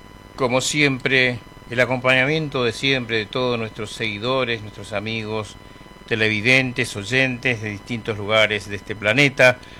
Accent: Argentina; nosotros los argentinos

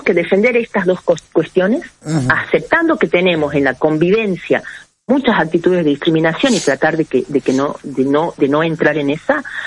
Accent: Argentina; Igual yo soy argenta de la cuna hasta el cajón.

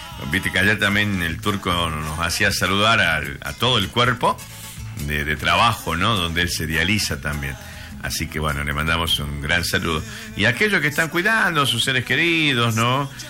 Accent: Campo Santo, Salta, Argentina; muchas gracias por nombrar a las familias camposanteñas de mi pueblo.

